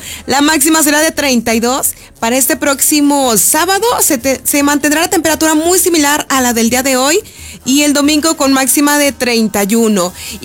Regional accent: Tangamandapio, Michoacán, Mexico; moved away; Yo estuve por allá en Tangamandapio, mi pueblo natal

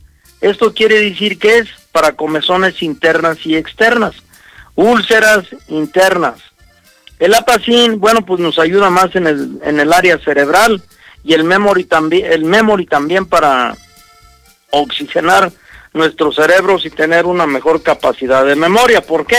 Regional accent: Mexico; Muchas veces como mexicanos hasta decimos dichos en la familia.

